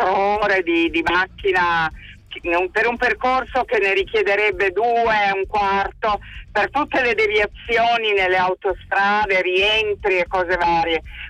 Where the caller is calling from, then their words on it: Bologna, Emilia-Romagna, Italy; io vivo a Bologna e sono di Bologna.